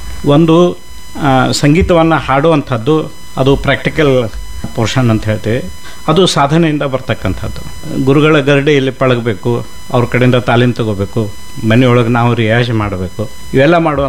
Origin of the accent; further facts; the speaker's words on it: Pachapur, Karnataka, India; So 63 ನಾನು ಹುಟ್ಟಿದ್ದು, 1963. ಬಾಲ್ಯ ಪಾಚಾಪುರದಲ್ಲೇ.